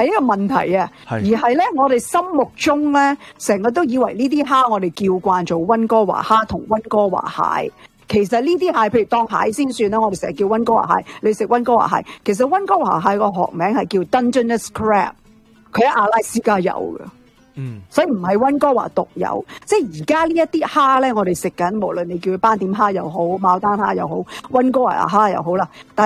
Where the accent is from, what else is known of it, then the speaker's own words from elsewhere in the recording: Canada; 我哋加拿大人